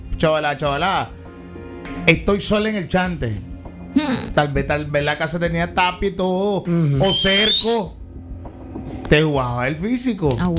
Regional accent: Nicaragua; Si somos los nicas.

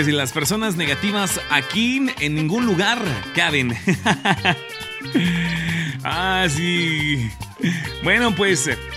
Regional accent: Mexico; Recuerda que México es el anfitrión 2026 y por supuesto somos todos orgullosamente mexicanos y apoyamos a la selección mexicana.

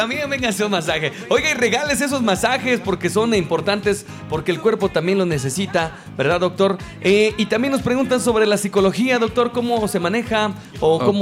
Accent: Senguio, Michoacán, Mexico; Soy de Senguio.

